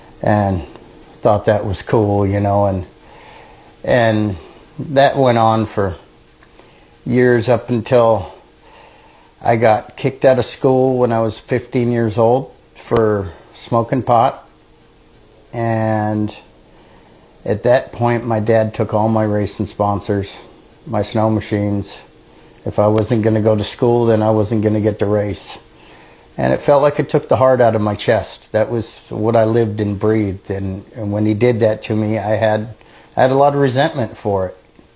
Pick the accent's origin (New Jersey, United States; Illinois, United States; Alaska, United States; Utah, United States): Alaska, United States; because that's the way I was raised in Alaska.